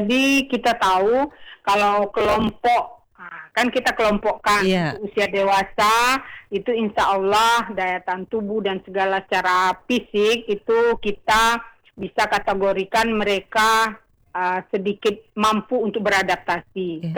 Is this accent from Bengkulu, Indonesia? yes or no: yes; Bengkulu, Indonesia; kita sebagai warga Kota Bengkulu